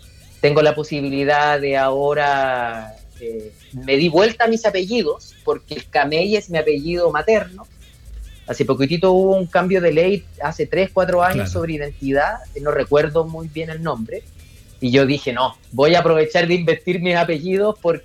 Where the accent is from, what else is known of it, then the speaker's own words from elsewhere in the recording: Chile; como muchos chilenos y chilenas.